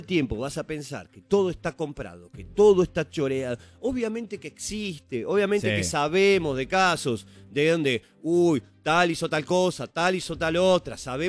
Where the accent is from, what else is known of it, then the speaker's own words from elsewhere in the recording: Italy; yo como italiano